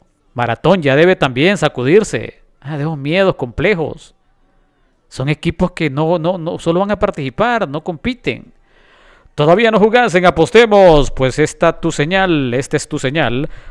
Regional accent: Honduras; yo como hondureño

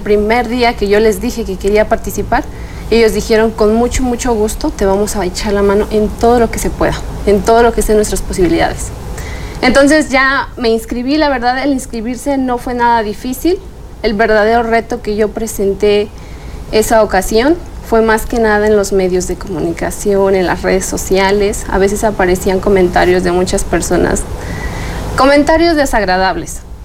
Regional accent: Amealco, Querétaro, Mexico; Soy de la comunidad de Santiago Mezquitilán. Es una comunidad muy, muy grande del municipio.

